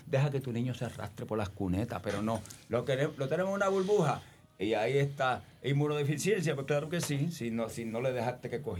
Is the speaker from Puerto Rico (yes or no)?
yes; Cataño, Puerto Rico; yo me crié en Vietnam, en el mangle. Mi casa estaba en unos zocos sobre el mangle. Éramos un montón de hermanos. Nuestra diversión era caminar por el mangle.